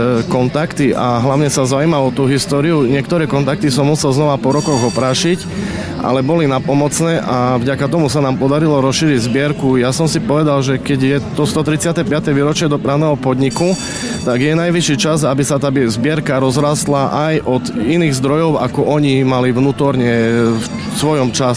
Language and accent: Slovak; Košice, Košice Region, Slovakia; ja som býval na sídlisku nad jazerom, som rodak z Tamadial